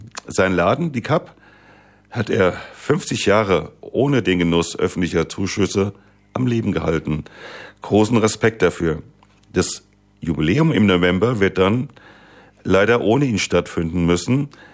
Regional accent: Frankfurt, Hesse, Germany; Obwohl im Kamerun, also Gallus, aufgewachsen, bin auch ich ein Kind der Cup in Eschersheim geworden

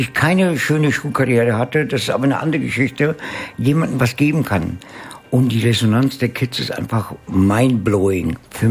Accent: Italy; Ich mag Kinder, ich bin Italiener, ich komme aus einer großen Familie.

